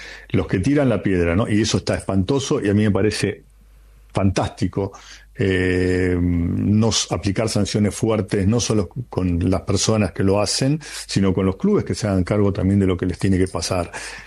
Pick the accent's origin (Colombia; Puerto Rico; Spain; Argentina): Argentina; nosotros somos un país que recibió colectividades de todo el mundo, judíos, musulmanes, protestantes, católicos